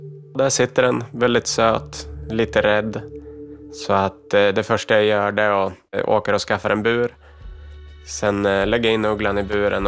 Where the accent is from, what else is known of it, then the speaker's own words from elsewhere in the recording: Sweden; moved away; För ja, jag kommer från Sverige, jag var med våra djurregler och här får man inte ha en uggla.